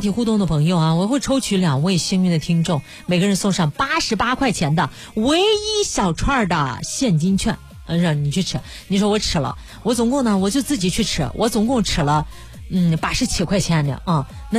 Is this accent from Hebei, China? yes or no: no; Xuzhou, Jiangsu, China; 我们徐州人对吧，吃烧烤那都是自己动手的是吧。